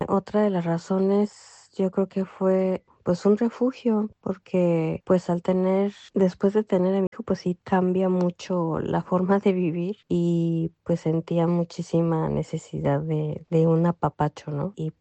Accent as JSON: {"language": "Spanish", "region": "Mexico City", "country": "Mexico", "moved": "as an adult", "lives_now": "Tokyo, Japan", "said": "soy de la Ciudad de México y actualmente vivo en Tokio, Japón. Me casé con una persona japonesa, entonces decidimos vivir en Japón y llevo 15 años viviendo en Japón."}